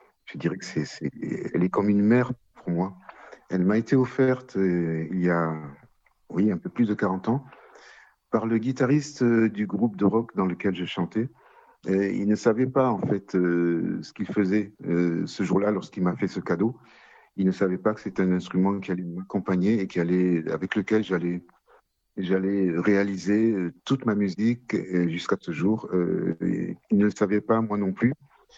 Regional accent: Porto-Novo, Ouémé, Benin; born there; je suis né en terre d'Afrique subsaharienne. Je suis né précisément à Porto Novo, en 1960, et à cette époque-là, d'ailleurs, ça ne s'appelait pas encore le Bénin, c'était le Dahomey.

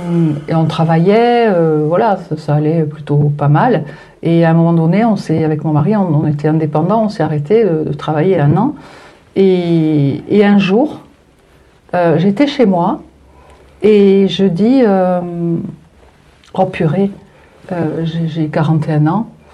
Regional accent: Calvi, Corsica, France; je suis corse et on habitait à Calvi.

